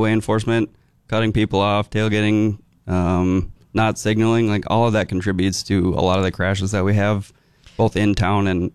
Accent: Detroit Lakes, Minnesota, United States; now in Bismarck, United States; From Detroit Lakes.

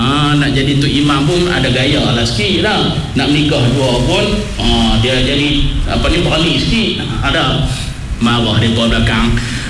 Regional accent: Kedah, Malaysia; Saya orang Kedah juga, orang utara juga, orang Pinang juga.

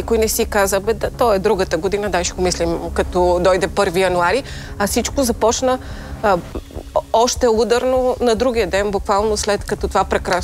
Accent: Kyustendil, Kyustendil Province, Bulgaria; моя роден град също би се справил блестящо, макар да не е кандидат. Аз съм от Кюстендил. Прекрасен град е Кюстендил.

